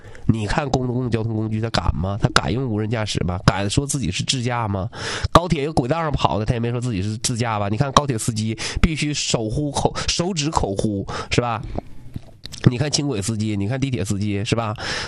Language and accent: Chinese; Liaoyuan, Jilin, China; 比如说我辽源人